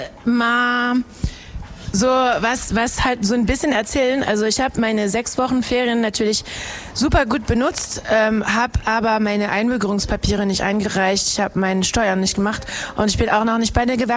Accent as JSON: {"language": "German", "country": "France", "tie": "born or raised there", "second_language": "German", "said": "So, meine Mutter ist deutsch, ja. Und wir wohnen, meine Heimatstadt ist zwischen ein Konsulat und ein Botschaft. Botschaft in Paris und Konsulat in Rouen für Deutschland."}